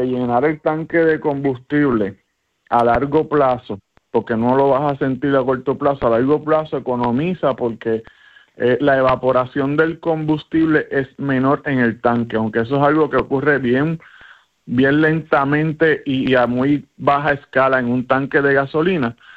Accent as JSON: {"language": "Spanish", "town": "Ponce", "country": "Puerto Rico", "said": "Sí, yo soy de Ponce."}